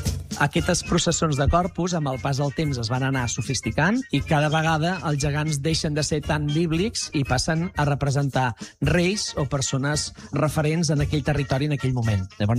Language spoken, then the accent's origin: Catalan; Reus, Catalonia, Spain; Jo sóc de Reus